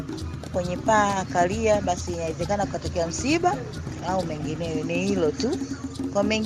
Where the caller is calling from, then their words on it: Dar es Salaam, Tanzania; Zanzibar, natokea kwa Dar es Salaam.